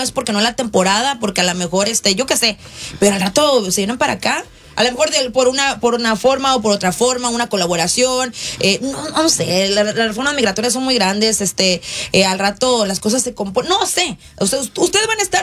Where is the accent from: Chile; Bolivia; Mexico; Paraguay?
Mexico; así somos los mexicanos